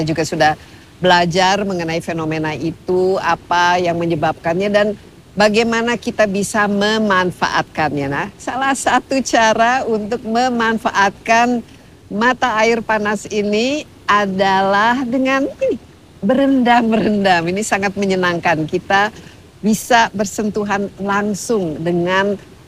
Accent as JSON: {"language": "Indonesian", "town": "Bandung", "region": "West Java", "country": "Indonesia", "tie": "born or raised there", "said": "waktu kecil, karena saya lahirnya di Bandung"}